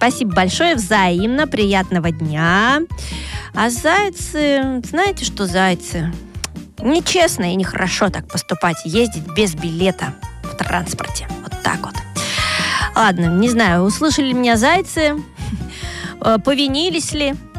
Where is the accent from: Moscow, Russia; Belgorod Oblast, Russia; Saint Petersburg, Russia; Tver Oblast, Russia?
Moscow, Russia; из Москвы.